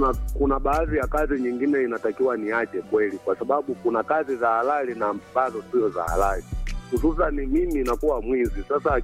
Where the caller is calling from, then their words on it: Iringa, Tanzania; kutoka Kaning'ombe.